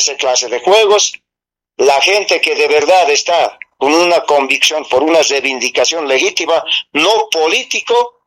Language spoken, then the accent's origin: Spanish; Bolivia; al fin y al cabo somos bolivianos